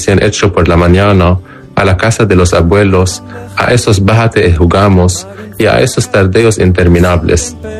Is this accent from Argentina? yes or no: no; Herzaf, Spain; La palabra de hoy me devuelve a mi pueblo de la infancia, Herzaf, un pueblecito a 1000 metros de altura, con pinos, aire limpio y noches frescas.